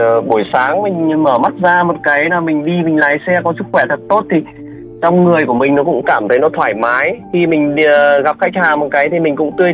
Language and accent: Vietnamese; Hanoi, Vietnam; mình đến từ Hà Nội.